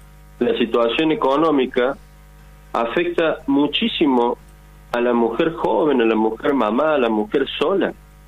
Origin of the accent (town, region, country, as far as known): Córdoba, Argentina